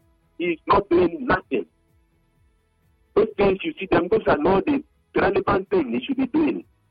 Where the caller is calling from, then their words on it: Bonny, Rivers, Nigeria; I'm calling from Boni.